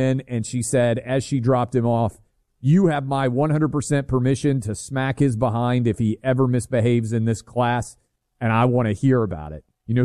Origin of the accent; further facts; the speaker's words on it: New York City, New York, United States; This is where growing up in New York City